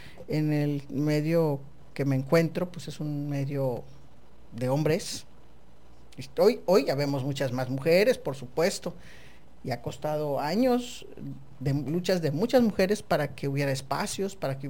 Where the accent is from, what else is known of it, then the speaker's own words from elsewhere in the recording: Baja California, Mexico; Yo soy de Baja California, más de 30 años y viviendo aquí